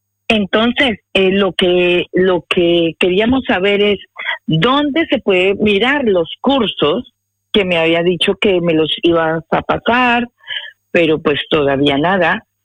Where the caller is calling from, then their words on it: Pamplona, Navarre, Spain; me comunico de Pamplona.